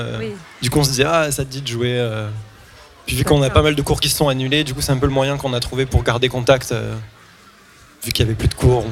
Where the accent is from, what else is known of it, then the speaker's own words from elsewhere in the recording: France; also born or lived in England; Et je suis né en Angleterre, mais je suis en France depuis que j'ai 2 ans.